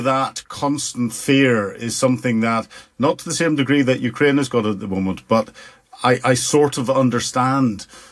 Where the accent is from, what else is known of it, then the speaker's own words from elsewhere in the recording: Northern Ireland, United Kingdom; having grown up in Northern Ireland during the Troubles and that my hometown was the most bombed town in Europe.